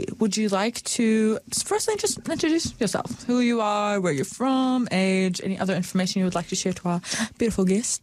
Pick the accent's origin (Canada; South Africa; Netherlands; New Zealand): New Zealand; Dunedin, Otago; born there; How old am I? 16 years old, born in Dunedin, but I hail from Palestine